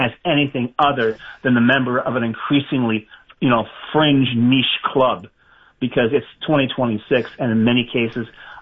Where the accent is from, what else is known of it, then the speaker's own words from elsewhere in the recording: Canada; And as a Canadian, we all have skin in the game